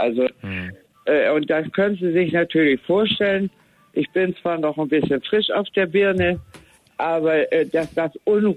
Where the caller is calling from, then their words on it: Tostedt, Lower Saxony, Germany; ich komme hier aus Tosted, 21255 ist meine Postleitzahl